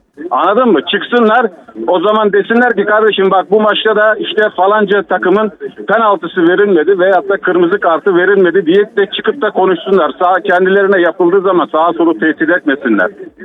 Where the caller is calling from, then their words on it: Izmir, İzmir, Turkey; Ben İzmir'den arıyorum da.